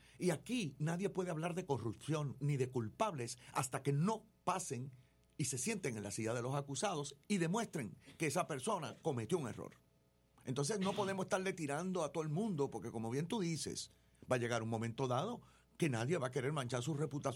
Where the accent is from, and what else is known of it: Puerto Rico